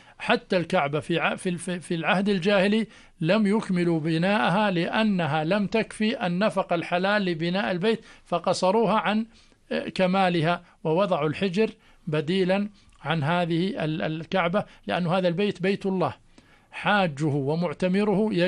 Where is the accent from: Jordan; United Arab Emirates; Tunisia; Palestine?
Jordan; لما تقول أنا حاج أردني، أنت مثال لكل من يراك في تصرفاتك